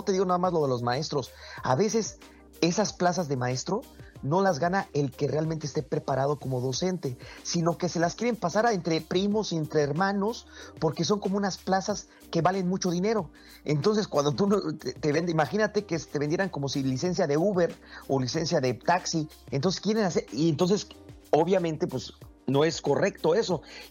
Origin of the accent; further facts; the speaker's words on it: Mexico; Venimos mexicanos